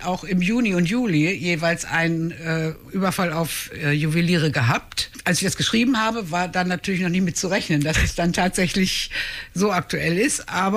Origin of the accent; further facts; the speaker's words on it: Hanover, Lower Saxony, Germany; Ich bin geboren hier in Hannover, geboren und aufgewachsen in der Südstadt und lebe auch noch Südstadtbult, also bin nie weg, wollte auch nie weg.